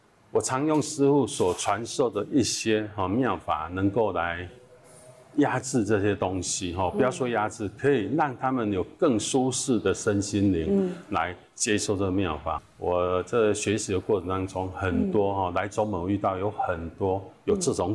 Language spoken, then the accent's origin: Chinese; southern Taiwan, Taiwan; 我就很年轻，我就在、我常跑这个宫庙啊，这个我们乡下人在南部很多这种宫庙文化